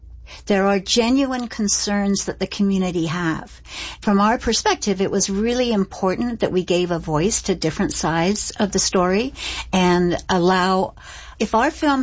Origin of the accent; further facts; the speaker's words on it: Canada; as I said, I find it, as a Canadian, I find it an embarrassment.